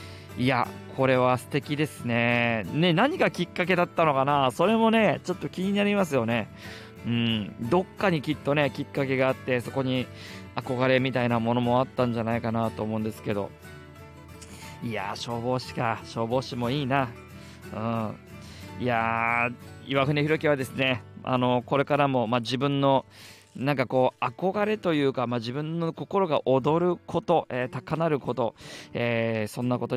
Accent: Saitama, Japan; 地元埼玉浦和にあります埼玉会館小ホールにて

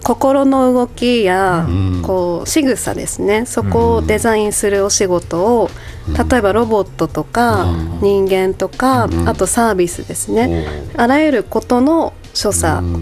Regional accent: Sendai, Miyagi, Japan; もともと私は仙台出身でして、子供の頃はすごく日本の大人とか社会にこう疑いを持ってる子供で

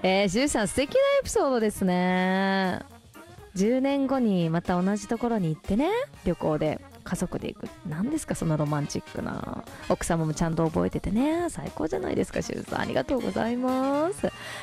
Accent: Miyazaki, Japan

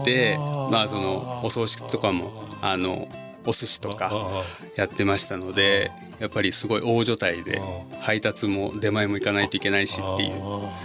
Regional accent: Shizuoka, Japan; はい、僕静岡出身なんですが

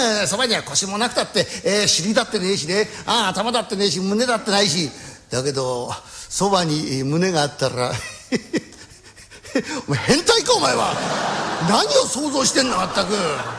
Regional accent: Aomori, Japan; 俺江戸っ子でありながら青森県出身だからね

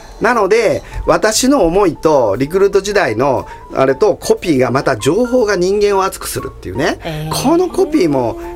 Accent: Osaka, Japan; 私は大阪で生まれ育って、うん、まあ、仕事はあの全国でやってて東京にも事務所があるんですけども、

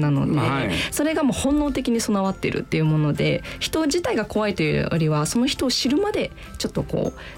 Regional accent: Kanagawa, Japan; 私自身もあのずっと関東というか神奈川で育っている身なので、

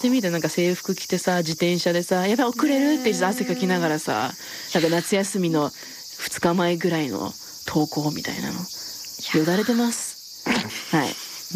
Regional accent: Canada; サンフランシスコ育ちのアナンヤと、カナダ育ちの私にとっては

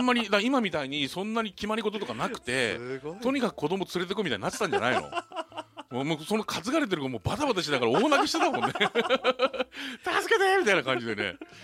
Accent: Kanagawa, Japan; born there; also born or lived in Tsujido, Fujisawa; 辻堂から引っ越してきたばっかで、学校行っても当然友達誰もいない状態なんですよね

